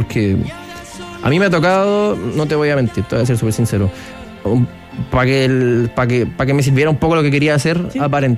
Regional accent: Maipú, Santiago Metropolitan Region, Chile; moved away; Soy de La Farfana.

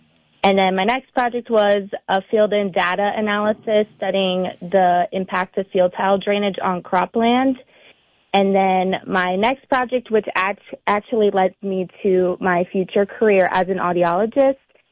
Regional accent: Salem, United States; I got to bring a live engulfment simulation to my hometown in Salem.

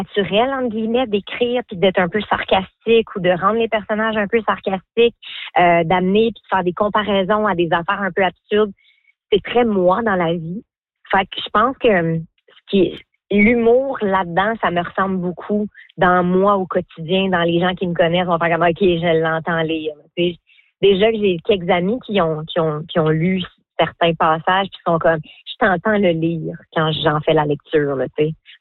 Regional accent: New Brunswick, Canada; les gens nous prennent pour des Québécois, mais tu sais, non, je viens de l'Acadie, du Nouveau-Brunswick.

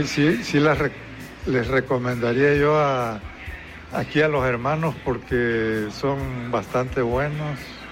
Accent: Tuxtepec, Oaxaca, Mexico; De aquí, de Tuxtepec.

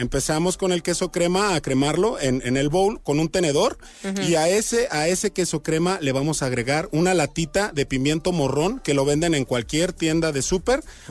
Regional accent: Mexico; como mexicanos nos ¿cómo se puede decir? Nos encanta el argüende, nos encanta la comida

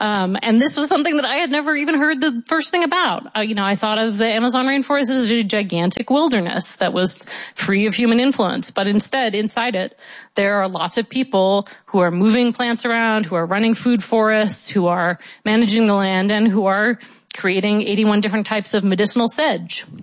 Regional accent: Pacific Northwest, United States; I'm from the Pacific Northwest, so these kind of beautiful oak savannas with wildflowers underneath, I had thought of them as a pretty natural ecosystem

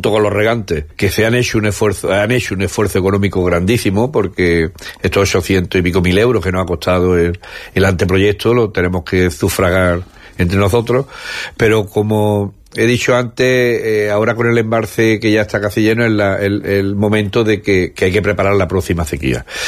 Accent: Canillas de Albaida, Andalusia, Spain; de mi pueblo, Canilla de Albaida

